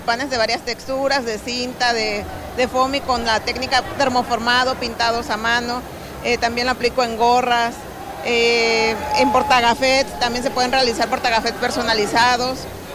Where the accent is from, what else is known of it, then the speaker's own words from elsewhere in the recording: Cárdenas, Tabasco, Mexico; Soy de Cárdenas, Tabasco